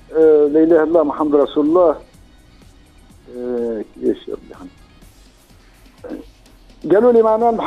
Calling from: Sened, Gafsa Governorate, Tunisia; انا نتكلم فيك من سند من قفصه

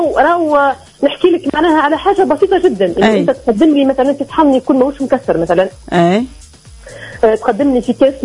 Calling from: Tataouine, Tataouine Governorate, Tunisia; من تطاوين.

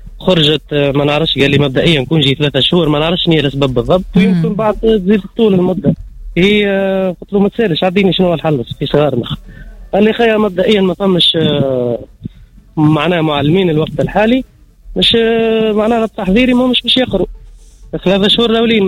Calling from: Tunisia; من مدينة عقير.

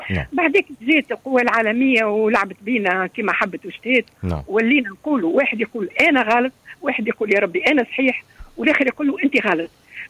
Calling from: Ariana, Ariana Governorate, Tunisia; أهلا وسهلا معك … من أريانا.

